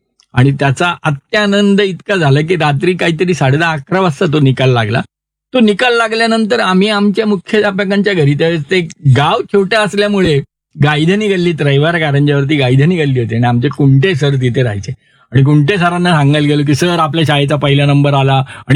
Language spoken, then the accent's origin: Marathi; Nashik, Maharashtra, India; born there